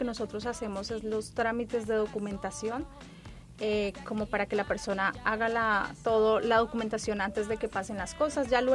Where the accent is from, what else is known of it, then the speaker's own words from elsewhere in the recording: Colombia; now in Ventura County, United States; Soy colombiana